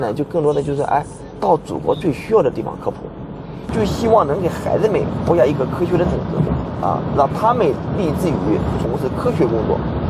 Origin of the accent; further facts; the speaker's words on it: Shandong, China; moved away; 我的老家山东呢是处于下游，所以呢一看到这黄河奔流啊，我就想到我老家。